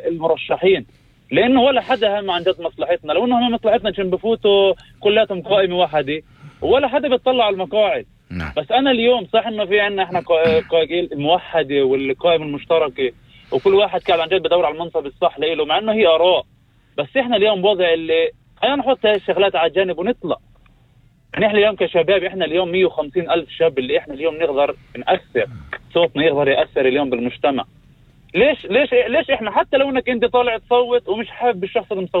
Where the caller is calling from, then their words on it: Umm al-Fahm, Haifa District, Israel; من المفاهم.